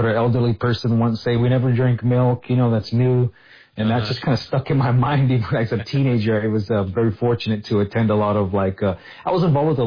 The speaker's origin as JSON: {"language": "English", "town": "Salt River", "region": "Arizona", "country": "United States", "tie": "born or raised there"}